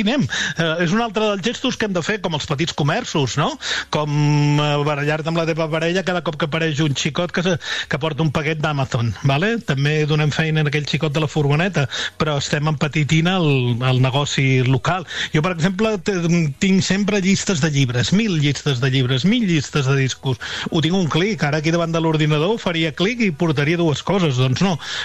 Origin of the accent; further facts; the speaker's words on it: L'Ametlla del Vallès, Catalonia, Spain; cap al meu poble, a l'Ametlla